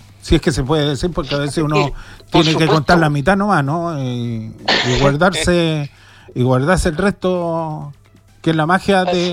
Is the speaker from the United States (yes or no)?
no; Coquimbo, Chile; moved away; yo provengo de la región de Coquimbo, ex cuarta región.